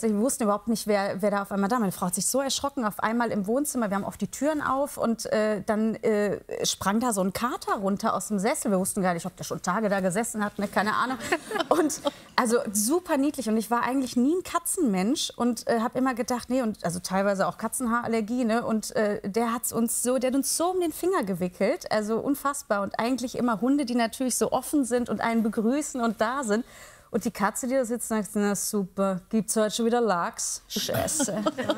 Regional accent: Heinsberg, North Rhine-Westphalia, Germany; Ich komme aus einem Dorf, ich komme aus Heinsberg, das ist ein kleiner Ort an der holländischen Grenze.

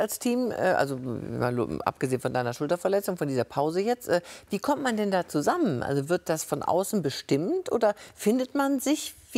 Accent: Wuppertal, North Rhine-Westphalia, Germany; ich komme aus Wuppertal.

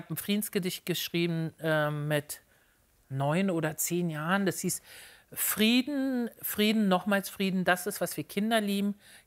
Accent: Berlin, Germany; Und ich dachte so, ich muss gleich raus und ich komme aus Berlin.

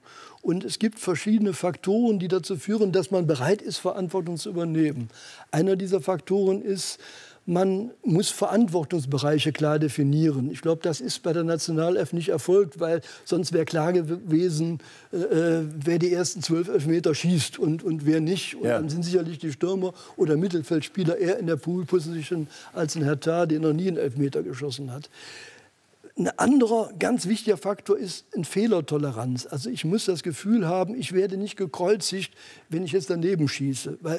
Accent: Mönchengladbach, North Rhine-Westphalia, Germany; born there; now in Cologne, Germany

